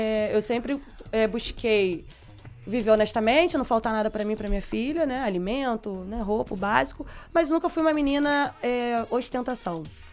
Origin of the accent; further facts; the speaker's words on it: Cabo Frio, Rio de Janeiro, Brazil; Desde criança, sou de Cabo Frio.